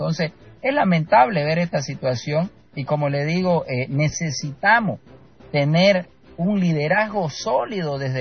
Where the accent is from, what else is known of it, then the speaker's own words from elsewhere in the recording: Santa Cruz, Bolivia; hacer prevalecer nuestros derechos como cruceño